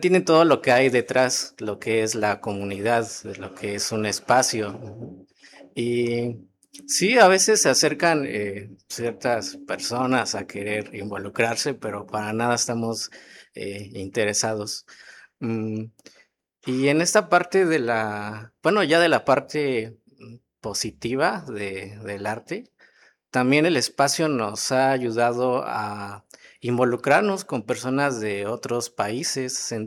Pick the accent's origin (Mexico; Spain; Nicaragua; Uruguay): Mexico; Oaxaca; Yo soy de los Valles Centrales, pero también mi familia viene de la Sierra Juárez. Somos una mezcla de bastantes lugares realmente